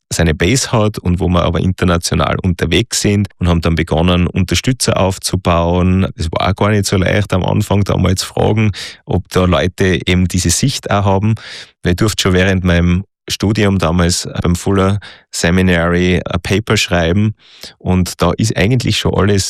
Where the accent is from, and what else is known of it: Austria